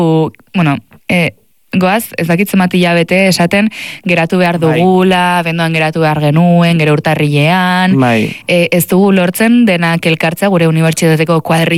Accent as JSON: {"language": "Basque", "region": "Basque Country", "country": "Spain", "said": "Beste guztia Gipuzkoarra gara, bi kenduta."}